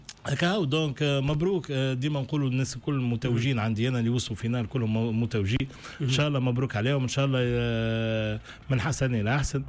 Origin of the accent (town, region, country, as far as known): Tunisia